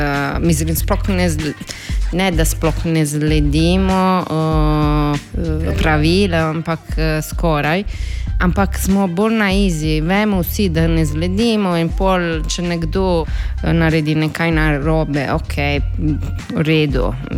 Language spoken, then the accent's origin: Slovenian; Italy; Slovenian is a second language; now in Slovenia; In ena ženska je vprašala, če sem iz Primorske. In sem rekla ne, ampak mogoče, če bi slišala malo več, bi pogruntala, da nisem iz Primorske in da sem iz Italije.